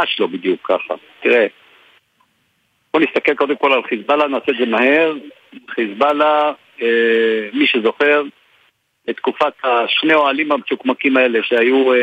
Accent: Northern District, Israel; אני גדלתי בצפון דרך אגב, אני נולדתי במושב זה אליעזר וגדלתי והתחנכתי שם.

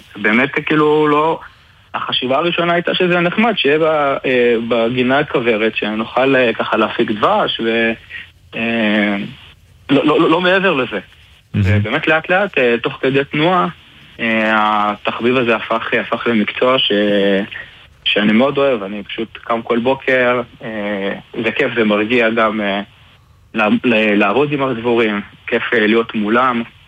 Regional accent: Beit Horon, Judea and Samaria Area, Israel; אני גר בבית חורון. נולדתי פה, גדלתי פה, אני עדיין נמצא בבית חורון. מי שלא מכיר, במועצה אזורית מטה בנימין. אני בן 39

